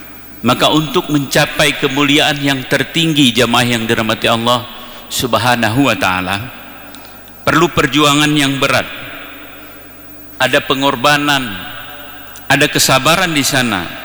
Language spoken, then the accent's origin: Indonesian; Aceh, Indonesia; Dan itu ada pada kita orang Gayu, orang yang ada di Aceh Tengah ini